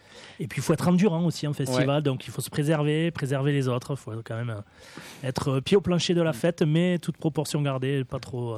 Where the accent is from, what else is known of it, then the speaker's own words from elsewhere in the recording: Albi, Occitanie, France; Radio Albigès, on est d'Albi, on est du Tarn.